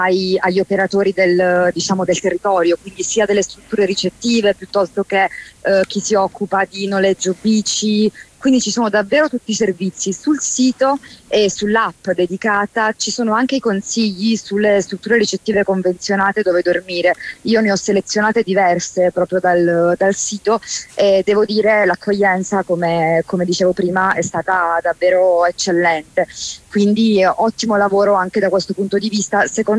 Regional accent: Foggia, Apulia, Italy; io sono nata e cresciuta a Foggia

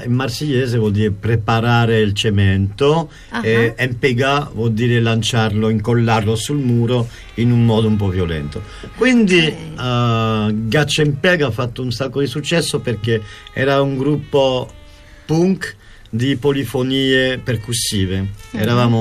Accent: Marseille, Provence-Alpes-Côte d'Azur, France; accent: Marseillais; nel mio dialetto, in marsigliese

